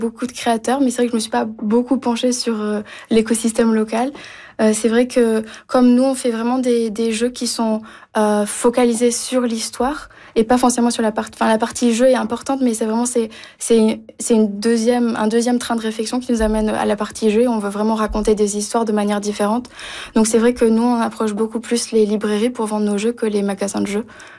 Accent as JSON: {"language": "French", "town": "Toulouse", "region": "Occitanie", "country": "France", "tie": "born or raised there", "moved": "yes", "lives_now": "British Columbia, Canada", "said": "J'ai grandi à Toulouse, du coup, au sud de la France."}